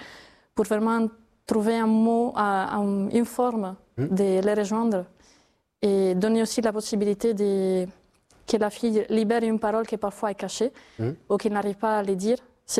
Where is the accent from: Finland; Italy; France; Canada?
Italy; Sardinia; born there; moved away as an adult; Ben alors, je suis née en Sardaigne, mais à 18 ans, c'est le moment de choisir. Donc, je suis partie à Rome pour faire mes études à l'Université de Rome.